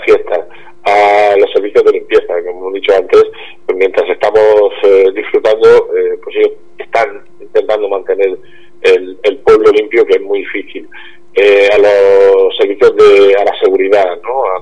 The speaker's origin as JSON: {"language": "Spanish", "town": "Caravaca de la Cruz", "region": "Region of Murcia", "country": "Spain", "said": "el orgullo que yo tengo como alcalde de mi pueblo, ¿no? Ser alcalde de Caravaca es un lujo"}